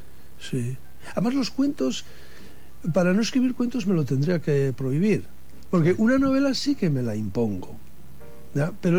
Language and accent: Spanish; Basque Country, Spain; born there; me gustaría seguir contando historias de gente de mi tierra natal